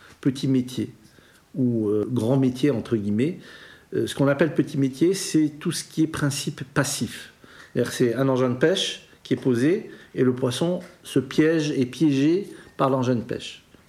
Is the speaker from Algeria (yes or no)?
yes; Algeria; now in France; Quand je suis parti d'Algérie